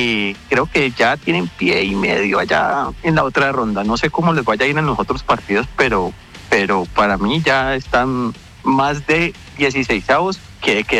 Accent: Cali, Valle del Cauca, Colombia; sí, no, yo soy de Cali, pero ella es barranquillera, ella sí es barranquillera.

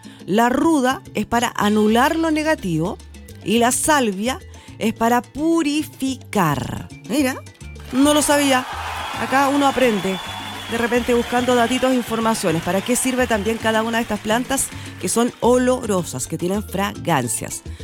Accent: Carampangue, Biobío, Chile; Mira, soy de Carampangue y por acá llueve.

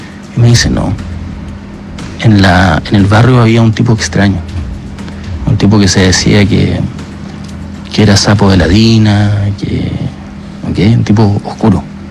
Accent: Magallanes, Chile; yo no sé si alguno te lo conté, pero yo soy magallánico.

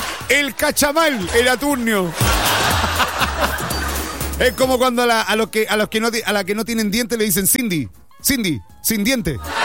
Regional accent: Chile; Somos así, somos chilenos, somos así.

